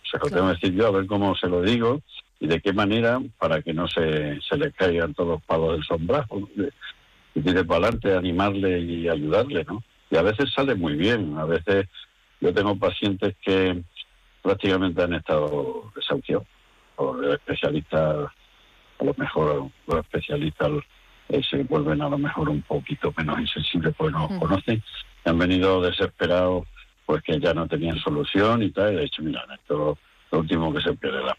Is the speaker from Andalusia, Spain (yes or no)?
no; Extremadura, Spain; extremeño porque me ha gustado y quiero mucho también a mi pueblo